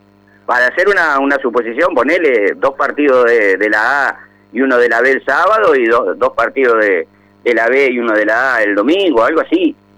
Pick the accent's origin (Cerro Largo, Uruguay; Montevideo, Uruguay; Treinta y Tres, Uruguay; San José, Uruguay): Montevideo, Uruguay; Sí, soy de Montevideo. Viví muchos años prácticamente pegado a Jardines.